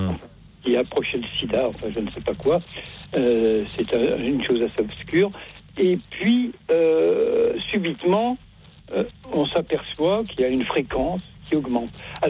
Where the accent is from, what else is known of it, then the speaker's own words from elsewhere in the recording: Lyon, Auvergne-Rhône-Alpes, France; je suis originaire de Lyon, d'accord, c'est curieux.